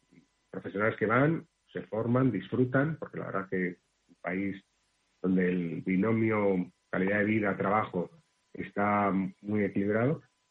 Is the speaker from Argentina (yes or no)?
no; Spain; mi sueño como español y medio australiano es que permita acercar dos países.